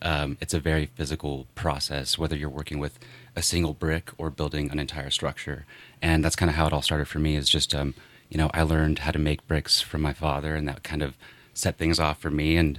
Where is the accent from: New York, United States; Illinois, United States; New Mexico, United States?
New Mexico, United States; Los Lunas; also born or lived in Albuquerque, New Mexico / Oakland, California; Yeah, I mean, I grew up in Los Lunas and spent my whole life, I went to UNM and, between Los Lunas and Albuquerque and, New Mexico's home. And I split my time now between, I went out to school into California. So I split my time between Oakland and Los Lunas mostly, but Los Lunas is home.